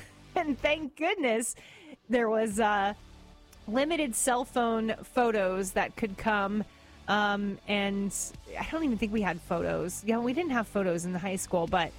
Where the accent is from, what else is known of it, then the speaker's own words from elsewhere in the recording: Brooksville, United States; I grew up in Brooksville, so it was a smaller town than it is now, even smaller than it is now.